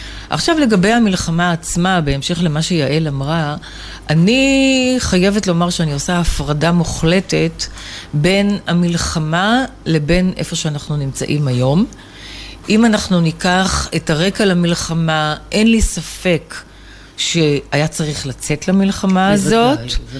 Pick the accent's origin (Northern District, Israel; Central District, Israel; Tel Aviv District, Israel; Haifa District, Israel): Tel Aviv District, Israel; Tel Aviv; אבל עומר ואני גדלנו בשכונות של גנרלים.